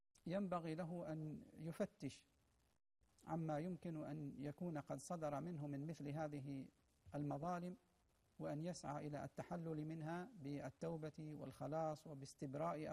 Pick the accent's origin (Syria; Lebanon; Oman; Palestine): Oman; وأن يحفظ بلادنا عمان من كل سوء ومكروه